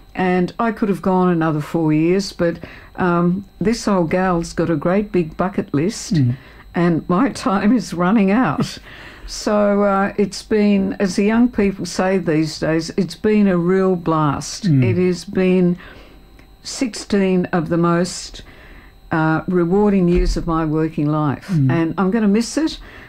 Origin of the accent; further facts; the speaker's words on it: Hobart, Tasmania, Australia; moved away as an adult; I was born and raised in Hobart, went away for over 30 years